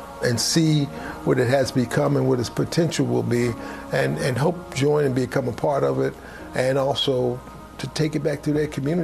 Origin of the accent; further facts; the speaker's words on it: Philadelphia, Pennsylvania, United States; I was born in Philadelphia and worked and grew up in the Strawberry Mansion area of the city in 1942.